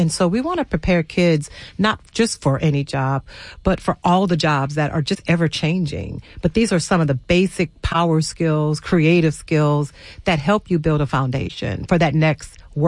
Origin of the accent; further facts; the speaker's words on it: New Orleans, Louisiana, United States; I grew up, I'm from New Orleans originally. I didn't grow up in one of the best neighborhoods in the city.